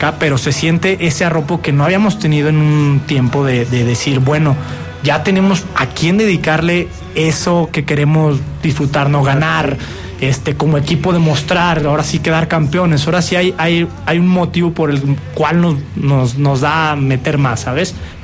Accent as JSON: {"language": "Spanish", "region": "Zacatecas", "country": "Mexico", "said": "yo más que soy zacatecano"}